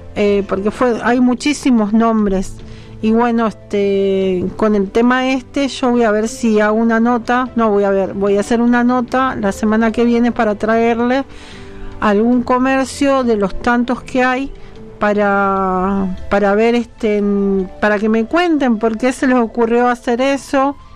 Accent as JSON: {"language": "Spanish", "region": "Buenos Aires", "country": "Argentina", "moved": "yes", "lives_now": "Neuquén, Argentina", "said": "Yo soy porteña"}